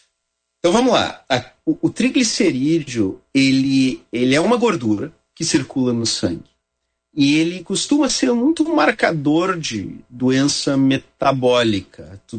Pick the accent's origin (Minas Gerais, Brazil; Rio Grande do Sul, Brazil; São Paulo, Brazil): Rio Grande do Sul, Brazil; Porto Alegre; foi assim que eu me criei aqui em Porto Alegre.